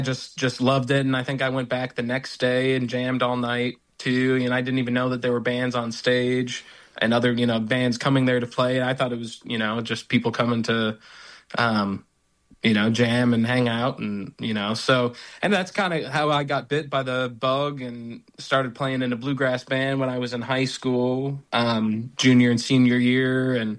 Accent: Plymouth, Minnesota, United States; moved away; Well, I'm from Minnesota originally, right around the Twin Cities, St. Paul, Minneapolis. I grew up in a suburb called Plymouth.

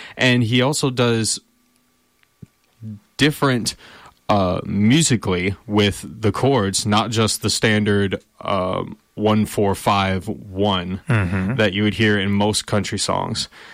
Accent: Paragould, Arkansas, United States; also born or lived in Jonesboro, Arkansas; I was born and raised. I was born in Jonesboro. I was raised in Paragould. I went to school at Greene County Tech and then went to college at Arkansas State University

